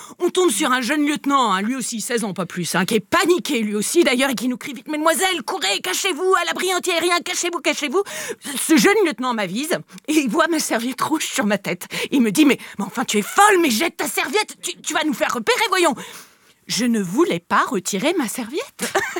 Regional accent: Siberia, Russia; Comme je vous ai dit, je viens de Sibérie. Alors, pour aller sur le front, il a fallu aller en Ukraine.

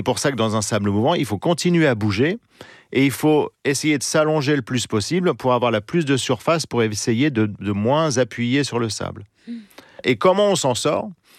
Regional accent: Normandy, France; Oui, parce que je suis normand et que le plus bel endroit pour voir des sables mouvants, ça s'appelle la baie du Mont-Saint-Michel.

